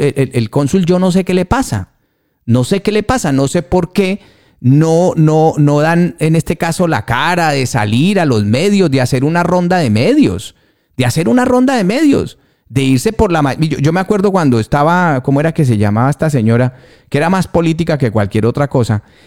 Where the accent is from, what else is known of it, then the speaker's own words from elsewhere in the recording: Colombia; now in Spain; Somos colombianos los que estamos metidos en esto.